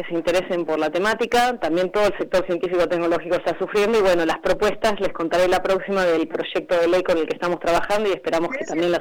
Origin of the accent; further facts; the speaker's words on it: Bariloche, Río Negro, Argentina; Yo vengo de Río Negro, de Bariloche, soy diputada de esa región